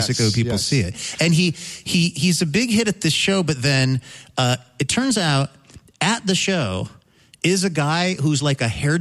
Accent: Seattle, Washington, United States; this is the part of the book that I particularly geeked out on growing up in Seattle and, you know, all those neighborhoods are neighborhoods that I, you know, grew up in and schools that I went to and stuff.

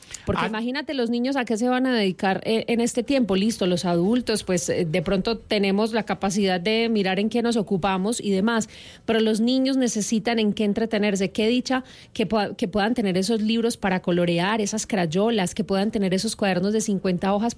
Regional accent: Colombia; como lo que somos, colombianos

